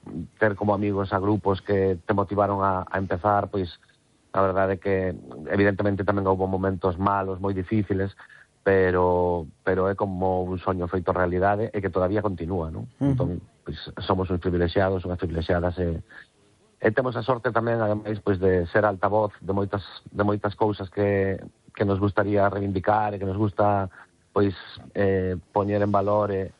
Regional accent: Galicia, Spain; Entendía que seríamos vascos, pero nada máis, non. Somos galegos, 100%.

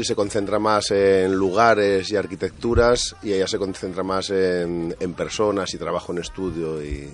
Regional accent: Asturias, Spain; Yo soy asturiano, entonces aquí me siento como en casa.

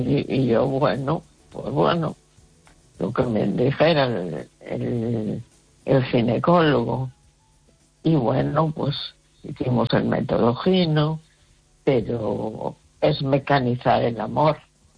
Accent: A Coruña, Galicia, Spain

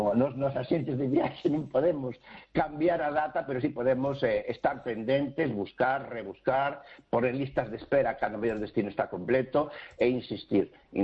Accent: Galicia, Spain; sino tamén a onde vamos nós tamén como galegos.

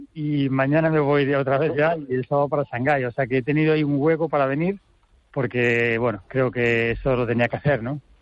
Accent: A Coruña, Galicia, Spain; Que está en mi tierra, aquí en Coruña.

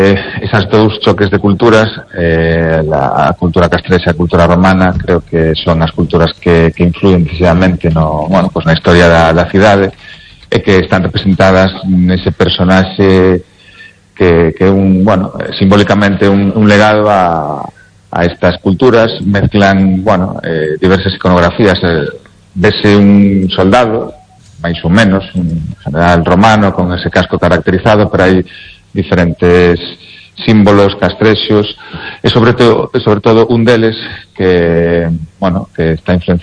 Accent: Lugo, Galicia, Spain; moved away; Non estou en Lugo, non vivo en Lugo, xa fai moitos anos que saín de Lugo, pero son lucense, recordo Lugo

